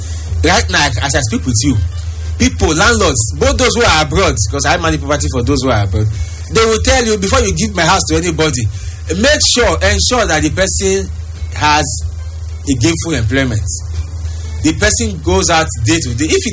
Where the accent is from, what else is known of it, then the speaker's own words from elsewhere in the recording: Nigeria; I grew up in this state in the 90s.